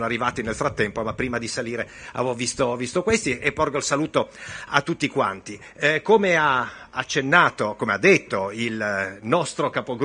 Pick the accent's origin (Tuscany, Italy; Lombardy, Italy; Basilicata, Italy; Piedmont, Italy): Piedmont, Italy; Roma è davvero la città più bella del mondo, lo dico da piemontese.